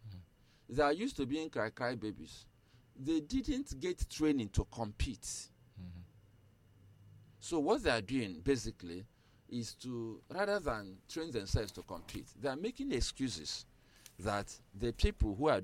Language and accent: English; Nigeria; as a Nigerian